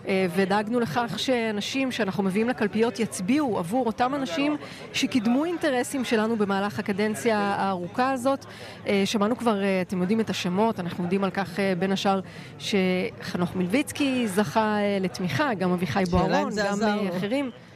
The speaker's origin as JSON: {"language": "Hebrew", "town": "Ramat Gan", "region": "Tel Aviv District", "country": "Israel", "tie": "born or raised there", "said": "בתור ילדה שגדלה ברמת גן כאן ליד"}